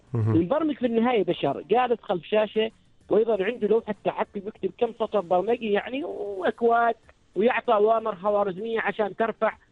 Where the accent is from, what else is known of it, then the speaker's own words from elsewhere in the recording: Oman; والأهم عندنا نحن كعمانيين